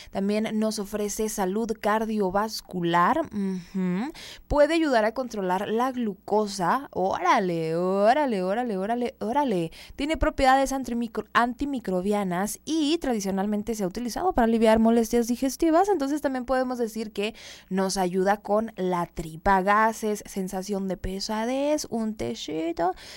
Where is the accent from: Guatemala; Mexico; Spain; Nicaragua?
Mexico